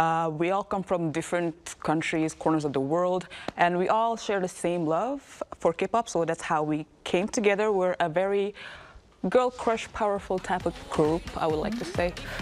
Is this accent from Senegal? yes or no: yes; Senegal; also born or lived in Belgium; I am from Senegal, Belgium.